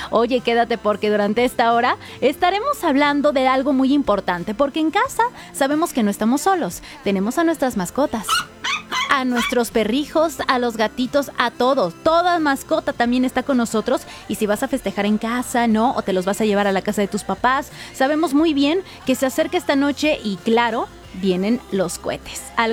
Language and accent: Spanish; Mexico; Es que los mexicanos podemos tener cualquier noche mexicana, cualquier día, siendo mexicanos, tenemos ropa mexicana, ¿verdad?